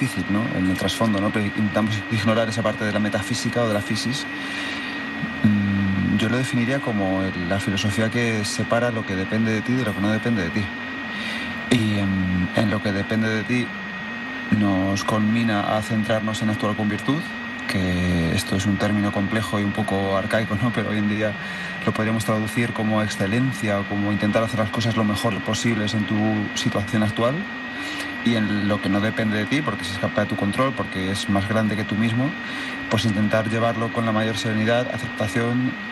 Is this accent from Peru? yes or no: no; Manzanares, Castilla-La Mancha, Spain; Yo siempre digo que es como cuando yo era pequeño y estaba en mi pueblo, ¿no? Yo soy un pueblo de Ciudad Real muy chiquitín, de Manzanares.